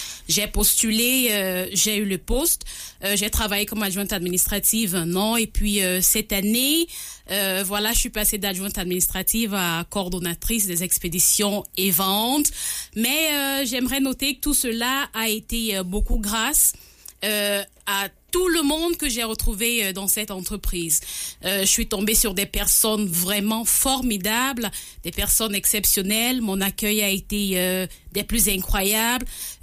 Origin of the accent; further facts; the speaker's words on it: Cameroon; moved away as an adult; now in Canada; J'ai quitté le Cameroun il y a de cela 2 ans et demi. Au Cameroun, j'ai cumulé une expérience de journaliste pendant 11 ans.